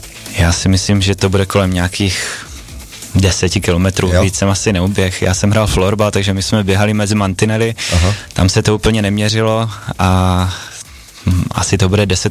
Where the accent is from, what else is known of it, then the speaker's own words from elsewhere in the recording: Ostrava, Moravian-Silesian Region, Czechia; než jsme z Ostravy.